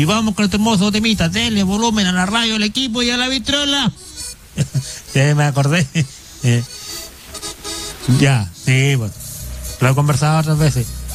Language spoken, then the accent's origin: Spanish; Chile; los que somos chilenos de corazón